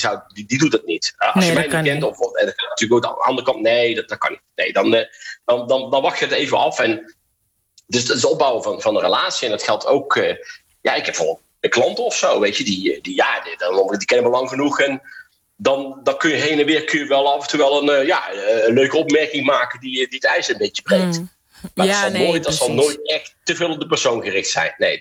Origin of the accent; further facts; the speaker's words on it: North Brabant, Netherlands; accent: Dutch; Ik ben als Nederlander opgevoed en ik heb dus een harde R en een harde G. En ik ben Brabant, dus een beetje zachte G, maar toch nog redelijk hard voor een Braziliaan.